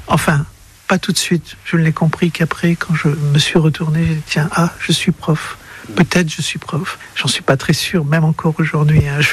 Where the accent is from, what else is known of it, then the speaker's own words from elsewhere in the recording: France; Surtout chez nous, en France, une grande histoire presque méconnue des Français, hélas.